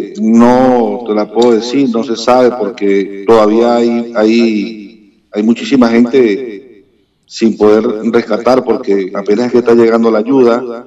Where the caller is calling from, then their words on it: Caracas, Capital District, Venezuela; Yo sabes que yo vivo en Caracas